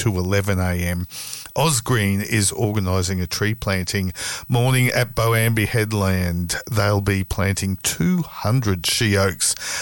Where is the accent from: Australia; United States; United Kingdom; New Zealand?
Australia; Sawtell, New South Wales; And I come from Sawtelle